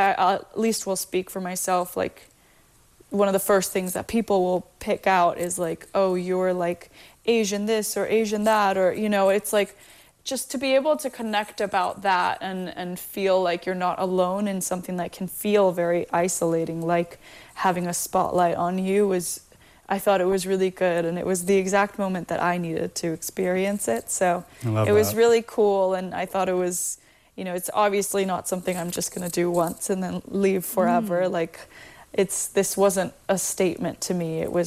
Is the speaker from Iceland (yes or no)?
yes; Iceland; I grew up in Iceland, so I never saw people who looked like me, aside from my identical twin sister.